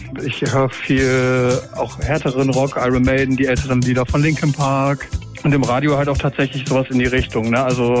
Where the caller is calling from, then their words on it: Borken district, North Rhine-Westphalia, Germany; Ich komme aus dem Kreis Borken, aus der Ecke, ursprünglich.